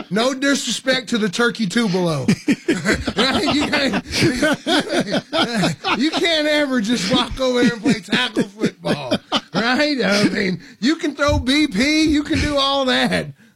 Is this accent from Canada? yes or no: yes; Edmonton, Alberta, Canada; I grew up in Edmonton.